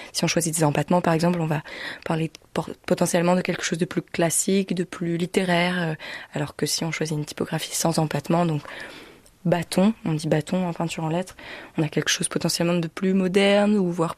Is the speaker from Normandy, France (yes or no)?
no; Brittany, France; Moi j'aime bien faire le lien parce que j'ai grandi à Poulresic